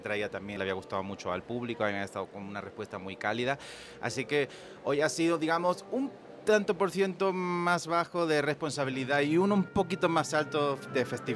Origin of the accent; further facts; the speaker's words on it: Andalusia, Spain; Mi tierra en Andalucía